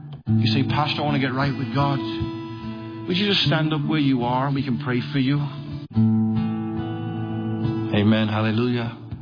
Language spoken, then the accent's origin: English; England, United Kingdom; There's where the things that are coming off the TV screens where I grew up in England.